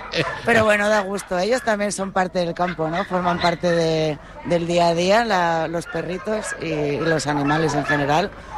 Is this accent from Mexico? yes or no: no; La Palma, Canary Islands, Spain; born there; also born or lived in Madrid